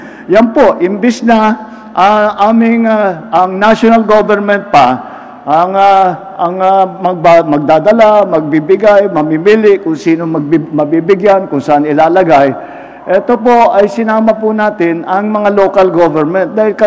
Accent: Ilocos Region, Philippines; Pero palapit na doon sa amin sa Ilocos Norte.

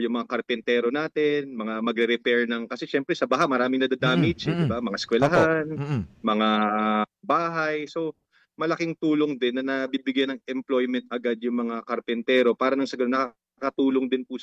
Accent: Echague, Cagayan Valley, Philippines; inaantay na po namin yung tag-ulan sa probinsya namin sa Isabela.

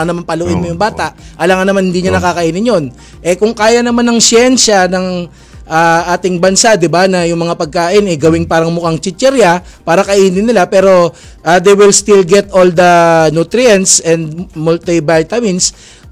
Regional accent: Western Visayas, Philippines; Saka ilonggo kasi ako. Naalala ko yung ano ba yun? Nakalimutan ko yung tawag dun eh. Sa amin meron ganun eh.

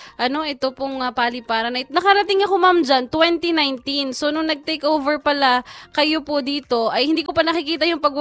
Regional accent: Bulacan, Central Luzon, Philippines; ako ay taga Bulacan

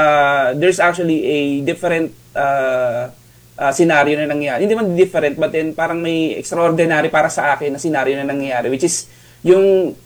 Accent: Batangas, Calabarzon, Philippines; Ako po, taga Batangas ako. Mm-hmm. Nasa Batangas po ako ngayon.

